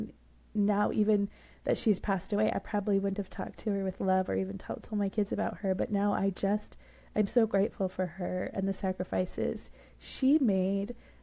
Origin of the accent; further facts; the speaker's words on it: Roy, Utah, United States; moved away; I grew up in Roy, Utah.